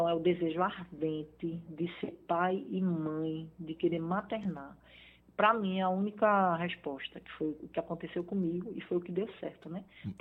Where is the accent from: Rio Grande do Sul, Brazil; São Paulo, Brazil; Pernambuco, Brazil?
Pernambuco, Brazil; Recife; now in Gravatá, Brazil; eu sou de Recife e vim morar em Gravatá, já estou aqui há 10 anos.